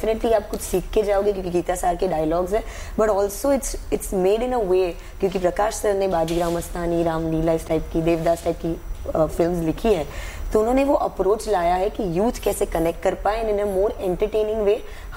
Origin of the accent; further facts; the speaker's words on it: Gujarat, India; मेरे लिए एक्चुअली, मैं गुजरात से हूँ तो ऑफकोर्स हम घर के बाहर निकलते थे जय श्री कृष्ण बोल के ही निकलते